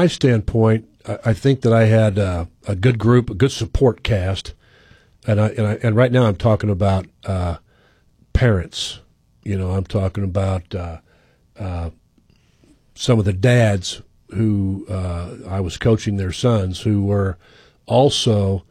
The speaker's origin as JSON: {"language": "English", "town": "Jacksonville", "country": "United States", "tie": "born or raised there", "said": "Because I grew up in Jacksonville."}